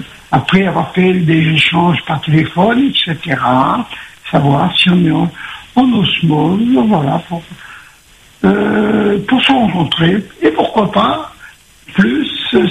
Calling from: Nouvelle-Aquitaine, France; Voilà, j'appelle depuis la métropole. … j'ai 70 ans. Je suis à la retraite, j'habite en Gironde, je suis divorcé

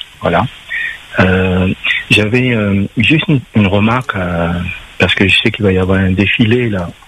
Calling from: Réunion; je suis réunionnais

